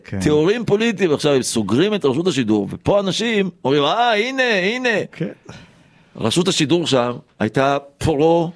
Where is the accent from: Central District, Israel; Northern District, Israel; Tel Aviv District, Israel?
Tel Aviv District, Israel; Tel Aviv; אני מתל אביב.